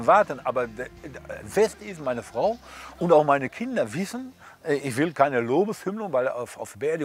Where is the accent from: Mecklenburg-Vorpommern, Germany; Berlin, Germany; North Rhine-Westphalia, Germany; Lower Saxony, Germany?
North Rhine-Westphalia, Germany; Bochum; Aber ich weiß, ich komme aus Bochum und ich möchte, dass die Musik gespielt wird